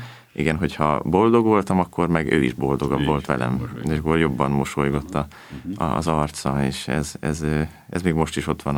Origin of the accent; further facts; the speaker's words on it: Máriapócs, Szabolcs-Szatmár-Bereg, Hungary; Mária Pócson nőttem föl